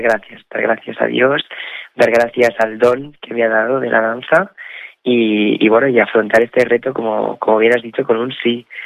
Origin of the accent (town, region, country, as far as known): Albacete, Castilla-La Mancha, Spain